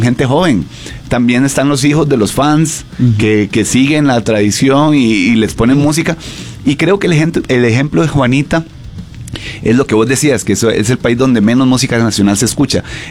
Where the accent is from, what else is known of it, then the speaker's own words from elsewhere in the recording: Costa Rica; La identidad que tenemos como ticos se expresa en la música, en el arte, siempre.